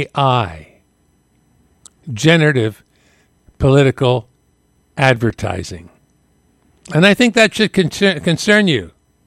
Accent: British Columbia, Canada; We are Ahusat. We are Kelsmat. We are Yuthluwit'hat. We are not Canadian. We were not born in Canada.

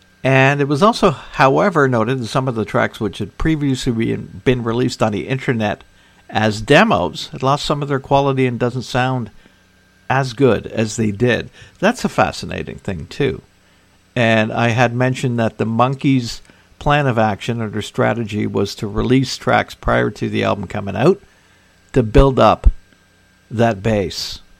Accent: Welland, Ontario, Canada; I grew up in Welland. In Welland in the late 70s? I'm not ripping, man. It's just a fact. Was a bleak steel town.

